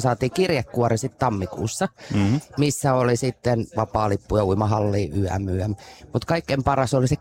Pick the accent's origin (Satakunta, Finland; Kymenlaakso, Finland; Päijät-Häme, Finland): Päijät-Häme, Finland; Lahti; moved away as an adult; also born or lived in Helsinki metropolitan area; Eli mähän olen Lahdesta kotoisin, syntynyt täällä vuonna 60-luvulla jo.